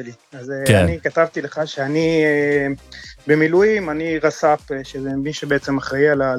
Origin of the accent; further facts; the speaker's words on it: Judea and Samaria, Israel; מהשומרון.